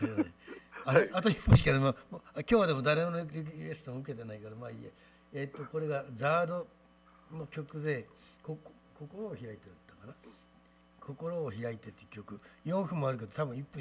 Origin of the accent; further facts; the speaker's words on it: Okinawa, Japan; 我々生まれ育ったりしてる沖縄の本来の、純正な沖縄人っていうか沖縄県民は迷惑してるんだよね。